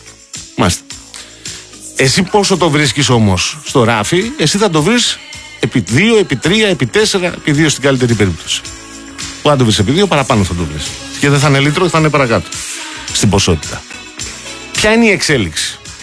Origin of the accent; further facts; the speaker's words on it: Peloponnese, Greece; κατάγομαι από την Νότια Πελοπόννησο